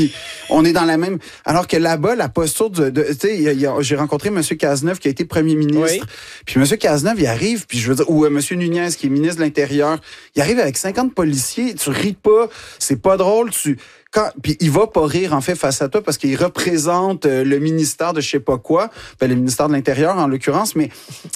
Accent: Quebec, Canada; J'essaie de si il me regarde de haut du fait que je suis Québécois

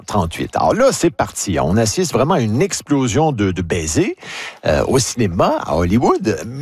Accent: Quebec, Canada; French kiss, qui va devenir chez nous, au Québec, on dit le necking.

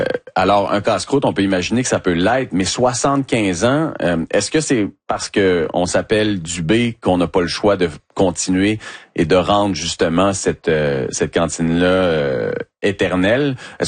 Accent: Quebec, Canada; Vous savez, je viens du Saguenay-Lac-Saint-Jean, il y en avait un, puis vous m'écrirez, je me suis jamais souvenu le nom, à Jonquière

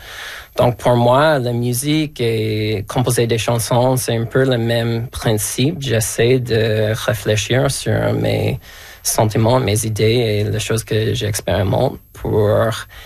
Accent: Alberta, Canada; French is a second language; now in Quebec, Canada; Et j'ai commencé à apprendre le français après avoir quitté l'Alberta.

